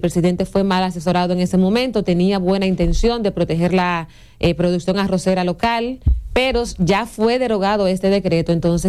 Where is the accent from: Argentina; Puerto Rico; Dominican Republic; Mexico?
Dominican Republic; yo estar en mi país, mi República Dominicana